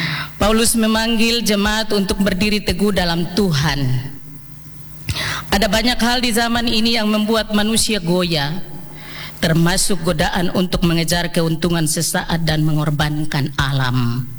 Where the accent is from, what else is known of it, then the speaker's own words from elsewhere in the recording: North Maluku, Indonesia; now in Ternate, Indonesia; Meski kita ada di kota ini, tapi rata-rata kita ini adalah pendatang dari Halmahera. Yang lain mungkin dari Sulawesi, Ambon, tetapi kebanyakan kita dari Halmahera. Jadi biar so bikin rumah di Ternate, tapi kita orang akan tetap pulang.